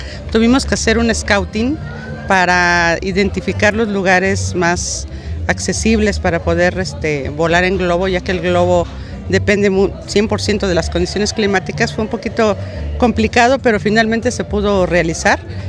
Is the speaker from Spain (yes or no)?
no; Mexico; soy instructora en México, en mi país, y para poder dar instrucción en este país, soy extranjera